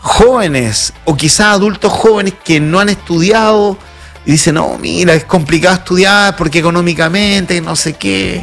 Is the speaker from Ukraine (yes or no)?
no; Chillán, Ñuble, Chile; Yo soy de Chillán y yo llegué a la universidad